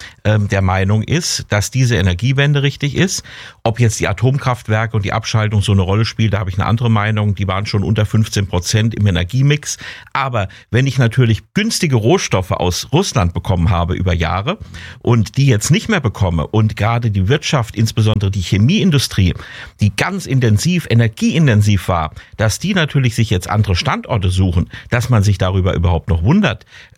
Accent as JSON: {"language": "German", "country": "Germany", "said": "wo wir als Deutsche auch Vorteile haben"}